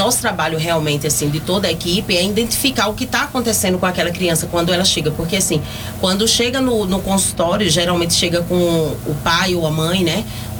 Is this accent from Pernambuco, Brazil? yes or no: yes; Pernambuco, Brazil; moved away as an adult; now in Anápolis, Brazil; eu não sou napolina, eu sou pernambucana, né? Eu caí aqui de paraquedas.